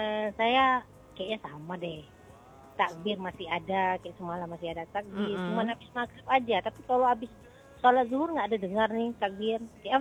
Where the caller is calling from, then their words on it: Sabang, Aceh, Indonesia